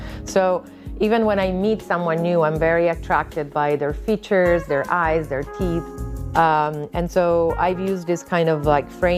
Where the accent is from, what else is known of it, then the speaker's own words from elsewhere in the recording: Milan, Lombardy, Italy; I am an artist from Milano, Italy.